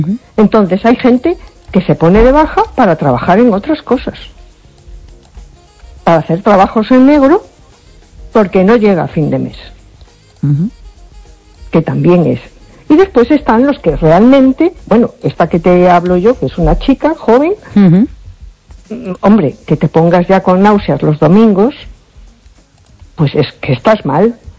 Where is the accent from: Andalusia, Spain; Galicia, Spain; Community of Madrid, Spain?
Galicia, Spain; A Coruña